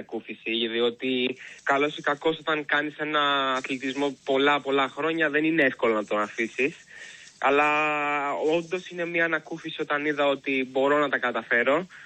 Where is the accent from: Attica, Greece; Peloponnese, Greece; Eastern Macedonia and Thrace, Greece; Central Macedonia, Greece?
Attica, Greece; Nea Ionia; ξεκίνησα στην Ιωνία, στον τόπο μου, εδώ που έχω μεγαλώσει.